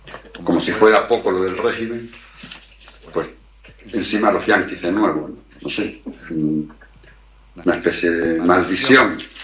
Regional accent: Canary Islands, Spain; Ni como canario, ni como generación del 68, ni como de izquierda, ni de nada, ¿no?

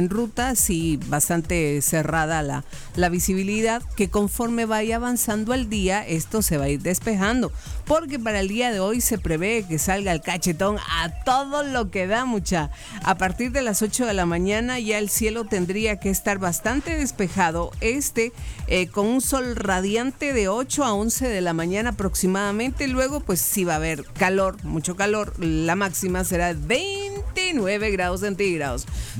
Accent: Cobán, Alta Verapaz, Guatemala; moved away; Mi pueblito natal

